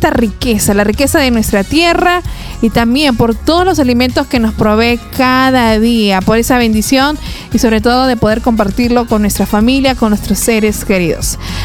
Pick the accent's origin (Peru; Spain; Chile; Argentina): Peru